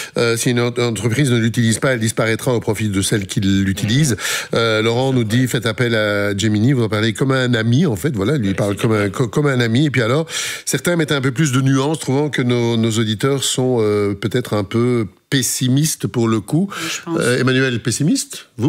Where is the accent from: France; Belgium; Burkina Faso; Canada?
Belgium; Brussels, Brussels-Capital Region; parce que ça s'entend que je viens de Bruxelles